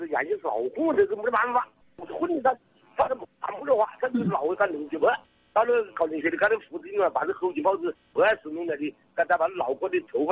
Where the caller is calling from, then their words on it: Xiantao, Hubei, China; 我是仙桃人。